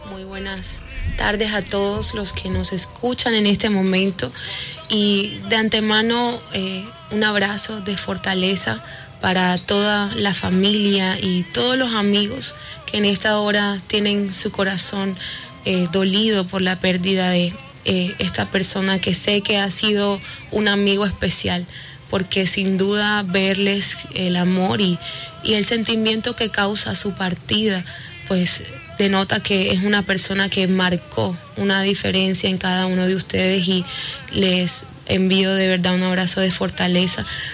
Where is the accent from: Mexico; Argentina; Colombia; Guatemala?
Colombia; Yo soy de Colombia